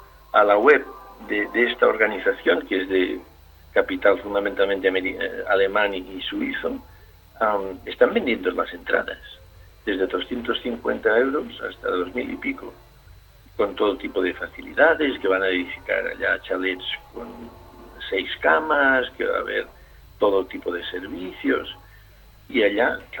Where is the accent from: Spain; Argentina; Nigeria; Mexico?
Spain; Catalonia; now in Molinos de Razón, Spain; a pesar de ser catalán y a pesar de ser un soriano de adopción